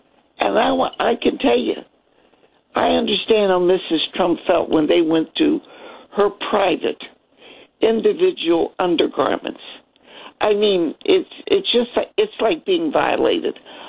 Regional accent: Shadyside, Ohio, United States; now in Bergen County, United States; In a very small town, Shadyside, Ohio. We were by the Ohio River across from Wheeling, West Virginia.

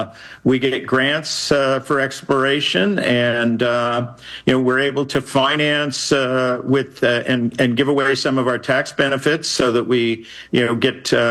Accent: United States; now in Canada; other than me being American, the company is really all Canadian.

